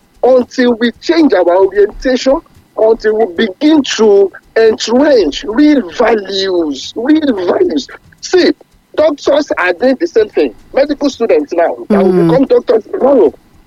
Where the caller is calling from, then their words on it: Ibadan, Oyo, Nigeria; I'm calling from Iyagoku, Ibadan.